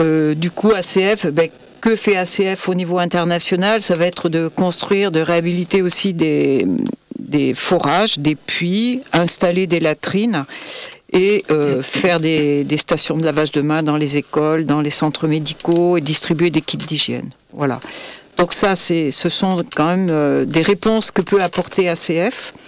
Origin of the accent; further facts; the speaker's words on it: France; chez nous, en France